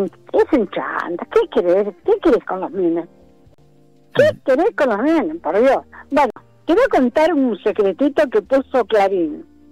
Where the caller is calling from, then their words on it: Ramos Mejía, Buenos Aires Province, Argentina; yo soy de acá, de Ramos Mejía